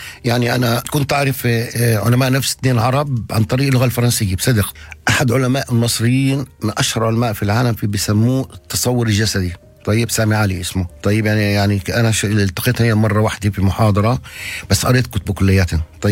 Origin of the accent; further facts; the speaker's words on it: Palestine; واحنا كفلسطينيين